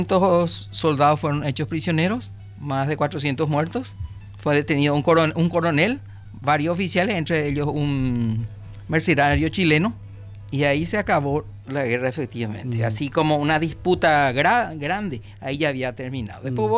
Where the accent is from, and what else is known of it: Paraguay